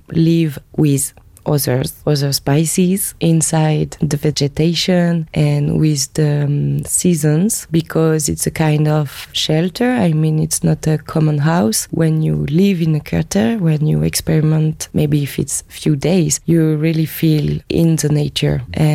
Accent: Brittany, France; English is a second language; I'm coming from the Britain part of France.

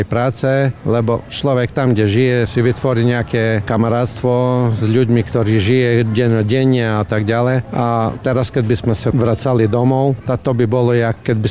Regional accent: Zagreb, City of Zagreb, Croatia; Slovak is a second language; now in Prešov, Slovakia; Tam som sa narodil, žili sme tam. To vlastne bolo niekedy bývalá Jugoslávia a potom sa to rozdelilo, ale Záhreb viac menej všetci poznajú, je to veľké mesto a dobre sa tam žilo

